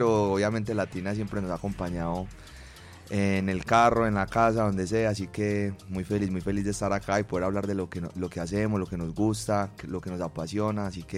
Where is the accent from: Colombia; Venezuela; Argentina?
Colombia; Guatapé, Antioquia; now in Medellín, Colombia; yo no soy de Medellín, yo soy de Guatapé.